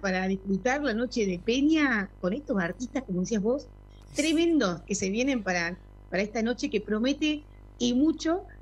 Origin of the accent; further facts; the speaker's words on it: Buenos Aires Province, Argentina; somos sureros por esencia, somos bonaerenses